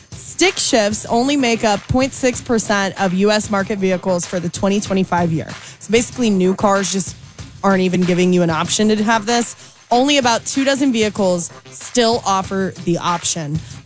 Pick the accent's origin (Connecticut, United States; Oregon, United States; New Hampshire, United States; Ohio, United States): Ohio, United States; Cincinnati; the party is right before the Cards take on my hometown, the Reds.